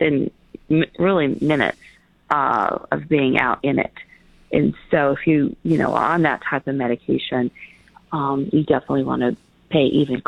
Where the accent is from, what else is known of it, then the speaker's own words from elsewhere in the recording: Texas, United States; also born or lived in New Mexico; I was from Texas and New Mexico, and I remember my parents, there was an ice block store